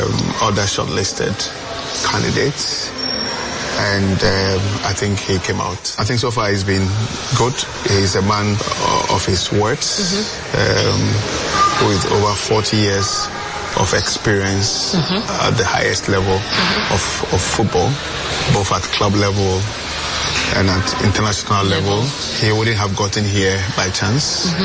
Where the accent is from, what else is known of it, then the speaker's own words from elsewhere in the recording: Ghana; I'm a Ghanaian